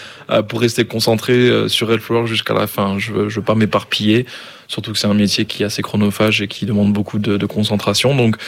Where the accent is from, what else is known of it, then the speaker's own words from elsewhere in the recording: Ghana; now in France; J'ai découvert One Piece alors que j'étais encore au Ghana. J'ai grandi en Afrique de l'Ouest où malheureusement on n'a pas vraiment accès à tout ça comme en France.